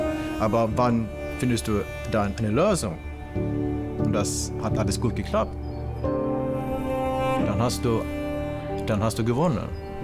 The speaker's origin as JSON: {"language": "German", "country": "Sweden", "tie": "born or raised there", "also_born_or_lived": "South Korea", "second_language": "German", "moved": "as an adult", "lives_now": "Andernach, Germany", "said": "Ich bin adoptiert vom Südkorea und aufgewachsen in Schweden. Klar, ich bin Schwede in meinem Herz irgendwie, aber auch nicht. Und das macht alles so kompliziert. Und jetzt bin ich in Deutschland seit 10 oder 11 Jahren."}